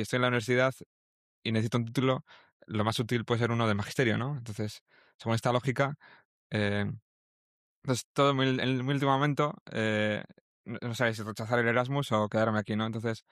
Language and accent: Spanish; La Rioja, Spain; born there; moved away; Me acuerdo que creé un superhéroe cuando yo era en La Rioja